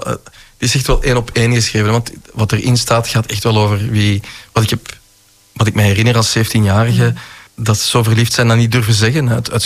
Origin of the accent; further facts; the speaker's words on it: Zaventem, Flanders, Belgium; ik ben eigenlijk terug gaan wandelen in Ossegem, in Zaventem, waar ik vandaan kom, naar de plekken waar ik als kind en als jong volwassene ben geweest.